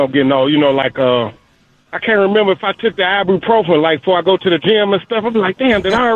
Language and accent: English; the South, United States; I grew up in the South